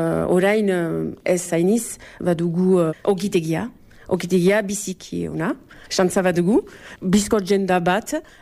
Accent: Louhossoa, Nouvelle-Aquitaine, France; Beti danik egon niz hemen. Luxon, nire herria

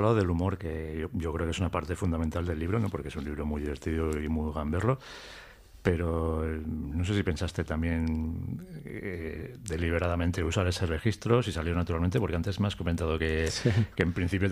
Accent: Pamplona, Navarre, Spain; los que somos de Pamplona, de Iruña, vamos a reconocer muchos escenarios, bares, ¿no?

